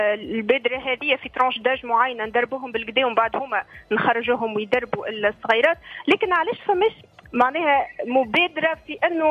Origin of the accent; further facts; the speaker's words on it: Tunisia; accent: Tunisian; الثراء متاع لهجتنا نجم نقولوا عليها لغة، أما مش تكون بلهجة تونسية